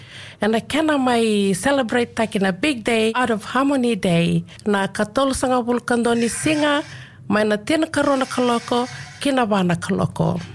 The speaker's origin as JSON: {"language": "English", "town": "Gelikuro", "country": "Fiji", "second_language": "English", "moved": "yes", "lives_now": "Alice Springs, Australia", "said": "I am from Gelikuro, the province of Tailebu, from the beautiful island of Fiji. I have lived in Alice Springs for the last 14 years with my family."}